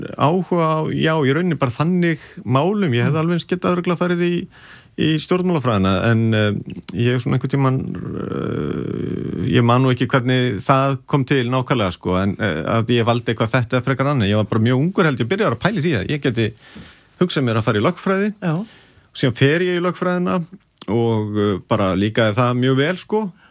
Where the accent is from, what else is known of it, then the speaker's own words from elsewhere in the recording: Garðabær, Capital Region, Iceland; also born or lived in Reykjavík; Jú, ég alinn upp í Garðabæ, hérna flutti 2 ára gamall úr Breiðholtinu.